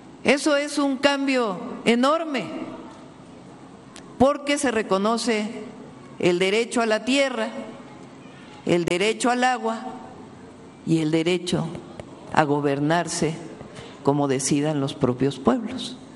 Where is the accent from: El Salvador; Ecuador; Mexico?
Mexico; lo que somos como mexicanas, como mexicanos.